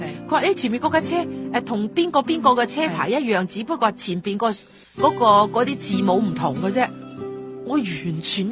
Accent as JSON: {"language": "Cantonese", "region": "Guangdong", "country": "China", "lives_now": "Beijing, China", "said": "咁同埋咧，我哋廣東人咧就個八字啦、法啦"}